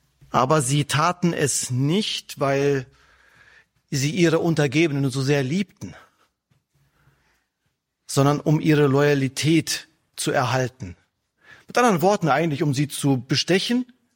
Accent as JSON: {"language": "German", "region": "North Rhine-Westphalia", "country": "Germany", "tie": "born or raised there", "said": "Nicht weit von dem Ort, wo ich aufgewachsen bin, da erstreckt sich in weiter Höhe das Hermannsdenkmal."}